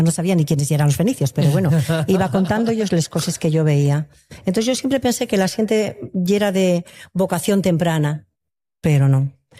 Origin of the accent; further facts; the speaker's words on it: Avilés, Asturias, Spain; Conocieronse aquí, bueno, yo nací aquí, nací en Avilés, soy avilesina, soy asturiana como la que más.